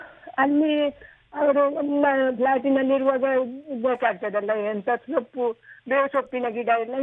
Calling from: Puttur, Karnataka, India; ನಾನು ಪುತ್ತೂರಿನಿಂದ … ಮಾತಾಡಿದ್ವಿ.

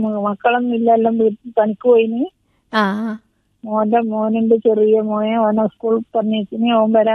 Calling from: Perlassery, Kerala, India; കണ്ണൂർ ജില്ലയിലെ പെർളശ്ശേരി സംസ്ഥാനത്തു നിന്നാണ്.

